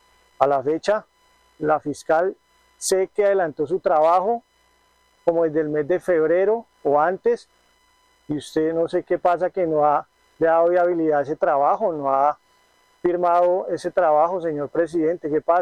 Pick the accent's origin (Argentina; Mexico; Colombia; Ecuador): Colombia; nosotros los cuatro funcionarios que estamos acá somos pueblo, somos personas, somos colombianos.